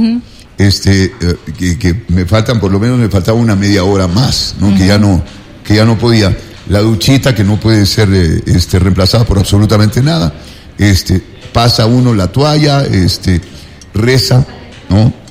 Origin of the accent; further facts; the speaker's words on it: Ecuador; los ecuatorianos nacidos aquí